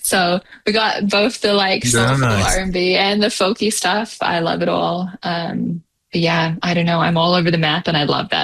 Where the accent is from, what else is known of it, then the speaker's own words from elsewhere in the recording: New Zealand; now in England; Yeah, so I grew up in New Zealand. Mom and dad still live there. The whole family still live in New Zealand.